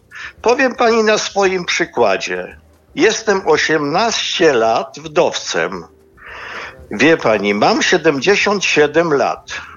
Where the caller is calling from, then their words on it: Lublin, Lublin Voivodeship, Poland; Dzień dobry, ja dzwonię z Lublina.